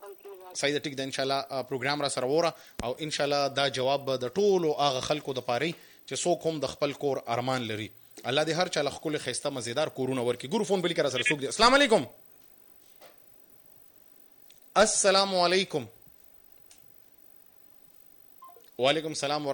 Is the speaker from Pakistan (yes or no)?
yes; Peshawar, Khyber Pakhtunkhwa, Pakistan; بل مولانا صاحب مونږ د پیښور خلک یو خبره کوو